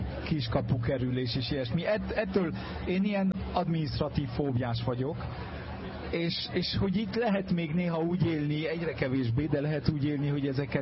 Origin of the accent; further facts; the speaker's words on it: Paris, Île-de-France, France; Hungarian is a second language; moved away as an adult; now in Budapest, Hungary; én Párizsban vagyok, sőt Párizs közepéből jövök, én a Marais-ből jövök, Bobur mellett nőttem fel.